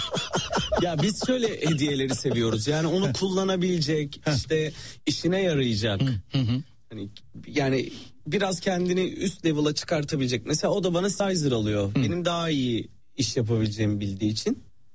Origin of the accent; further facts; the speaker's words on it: Salihli, Manisa, Turkey; Çok selamlar, benim memleketim.